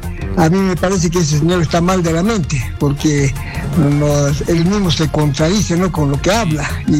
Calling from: Puno, Peru; le llamo de Puno.

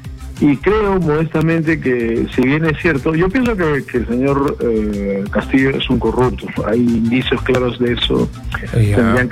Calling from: Lima, Peru; de San Isidro.

